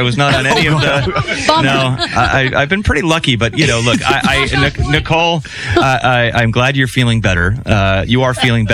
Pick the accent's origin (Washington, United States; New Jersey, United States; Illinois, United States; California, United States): California, United States; Los Angeles; I'd love to do stuff in my hometown of L.A.